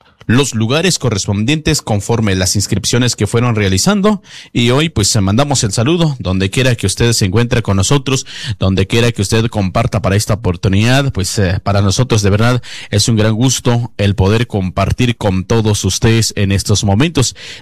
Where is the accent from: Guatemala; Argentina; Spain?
Guatemala; en diferentes municipios que los identifica como guatemaltecos que somos, ¿verdad?